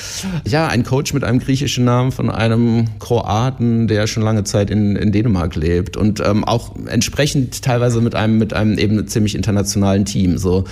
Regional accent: Heidelberg, Baden-Württemberg, Germany; also born or lived in Leimen; Und ich bin in Heidelberg aufgewachsen, aber in Leimen geboren.

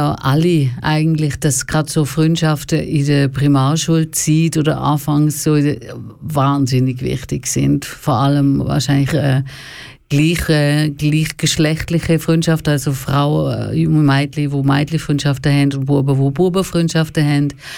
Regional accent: Baden-Württemberg, Germany; moved away; also born or lived in Berlin; Ich bin ja quasi im Schwarzwald aufgewachsen

